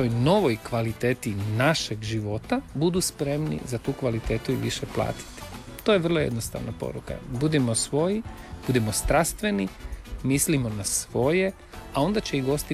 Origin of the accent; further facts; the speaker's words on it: Karlovac, Karlovac County, Croatia; Ako vi stvorite u Vinkovcima, mi u Karlovcu, ja sam iz Karlovca